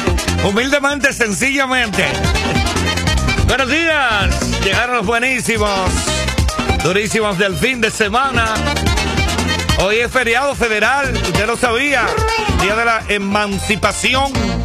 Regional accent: Gaspar Hernández, Espaillat, Dominican Republic; Víctor, por la poderosa H61 que origina en mi pueblo, en Gaspar Hernández, para el mundo.

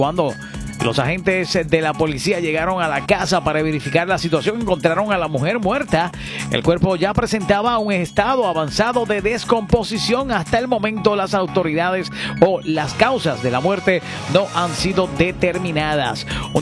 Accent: Moca, Puerto Rico; No, yo no soy de allá. Yo soy un jíbaro de Moca y a mucho orgullo.

